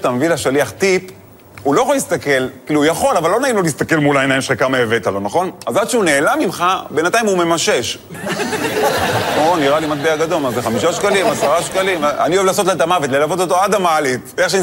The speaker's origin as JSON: {"language": "Hebrew", "town": "Netanya", "region": "Central District", "country": "Israel", "tie": "born or raised there", "said": "האמת, אני גדלתי בנתניה, לא יצא לי, בחיים לא היה לי שליח בבית, כי אמא טריפוליטאית, היא מכינה הכל."}